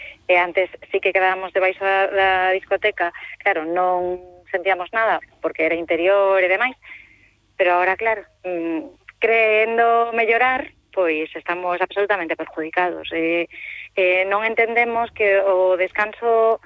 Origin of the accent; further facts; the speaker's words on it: Santiago de Compostela, Galicia, Spain; eu que son de Santiago de toda a miña vida, comprei un piso, pago un IBI